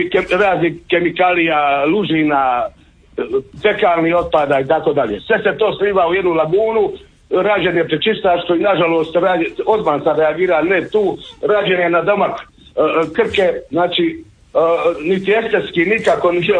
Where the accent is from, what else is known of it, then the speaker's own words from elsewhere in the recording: Knin, Šibenik-Knin County, Croatia; also born or lived in Imotski; Pa ja ću spomenuti, ja dolazim iz Knina, inače i sam Imoćanin.